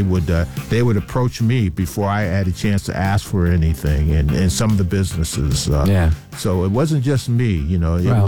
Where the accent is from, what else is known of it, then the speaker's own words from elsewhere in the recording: East Liverpool, Ohio, United States; now in Allentown, United States; my hometown, East Liverpool, mm-hmm. Ohio.